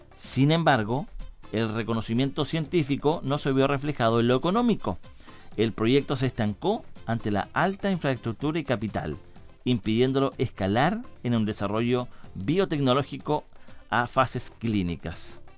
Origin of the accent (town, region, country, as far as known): Chile